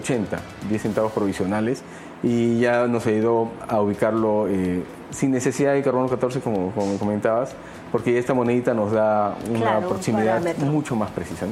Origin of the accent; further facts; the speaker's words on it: Peru; nos ayuda a mejorar como peruanos